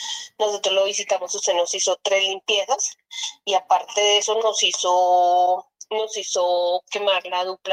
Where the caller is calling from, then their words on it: Bogotá, Colombia; Yo lo estoy llamando desde aquí, desde Bogotá, del barrio Garcés Navas